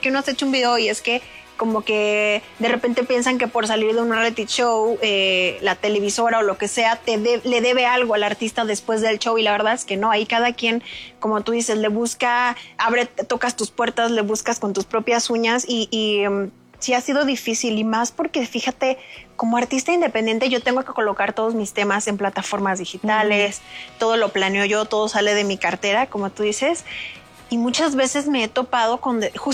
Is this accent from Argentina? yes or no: no; Culiacán, Sinaloa, Mexico; Yo soy de Culiacán.